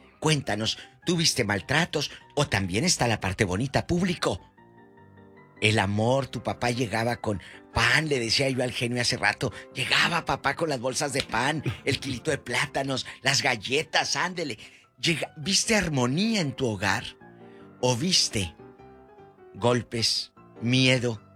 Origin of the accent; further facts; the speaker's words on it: Matamoros, Tamaulipas, Mexico; moved away; en mi tierra, en mi Matamoros querido